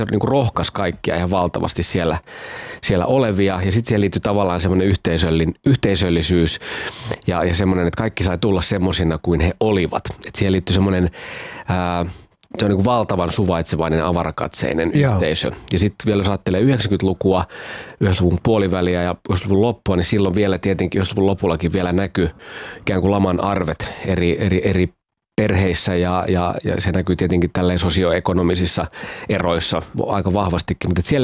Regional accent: Pori, Satakunta, Finland; also born or lived in Kuorevesi; me muutettiin tosiaan silloin sieltä Kuorovedeltä Poriin ja mä aloitin tokaluokan siellä

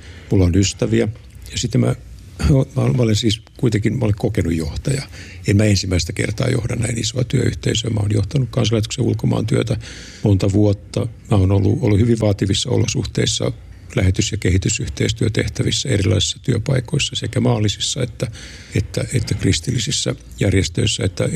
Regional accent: Vaasa, Ostrobothnia, Finland; Vaasahan on mun kotikaupunki, että mä oon syntynyt ja kasvanut siellä.

